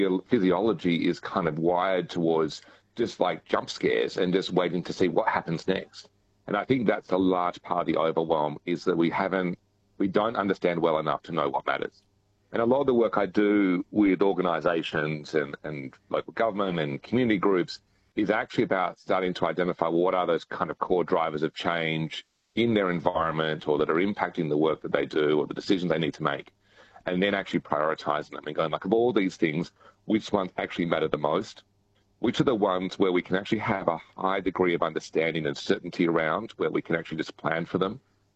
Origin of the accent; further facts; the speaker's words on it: Perth, Western Australia, Australia; I grew up in Perth in WA